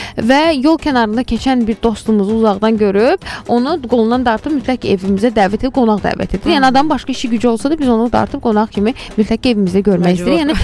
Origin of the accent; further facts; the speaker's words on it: Baku, Azerbaijan; Mən özüm Bakıdanam.